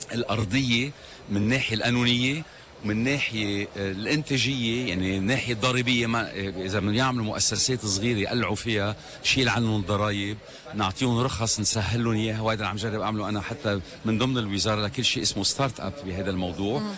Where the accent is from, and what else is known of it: Lebanon